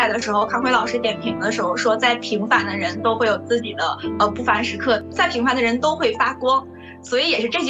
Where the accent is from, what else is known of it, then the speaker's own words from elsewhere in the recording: Hulunbuir, Inner Mongolia, China; 我的家乡呼伦贝尔